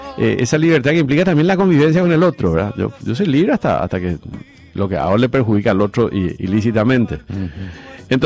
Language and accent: Spanish; Paraguay